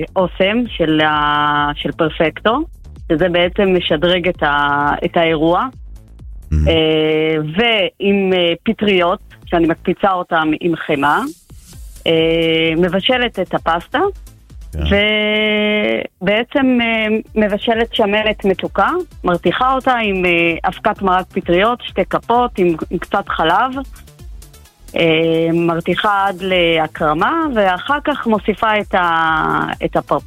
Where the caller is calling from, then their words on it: Petah Tikva, Central District, Israel; פתח תקווה.